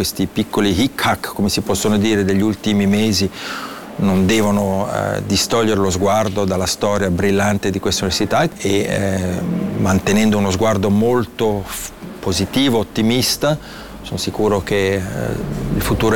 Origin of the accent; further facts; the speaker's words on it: Ticino, Switzerland; moved away as an adult; Io vengo dal Ticino, sono cresciuto in Ticino